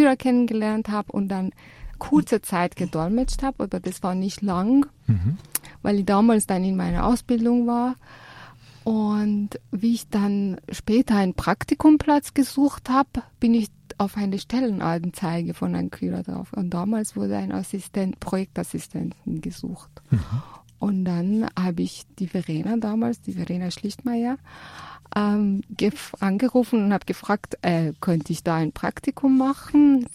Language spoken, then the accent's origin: German; Tehran, Tehran Province, Iran; German is a second language; moved away as an adult; now in Tyrol, Austria; Ja, geboren und aufgewachsen bin ich in Teheran, in Iran.